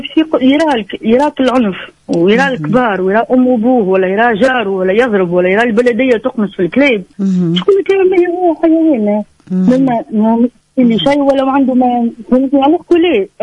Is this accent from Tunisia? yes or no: yes; Tunisia; عندنا في تونس